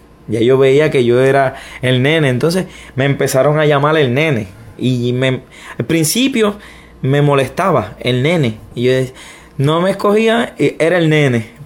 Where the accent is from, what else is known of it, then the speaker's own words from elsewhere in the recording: Ponce, Puerto Rico; born there; Yo nací en Ponce, en Puerto Rico.